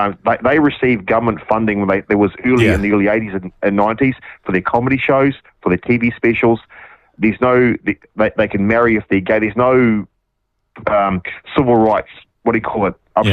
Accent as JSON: {"language": "English", "region": "Waikato", "country": "New Zealand", "said": "I'm from the Waikato originally"}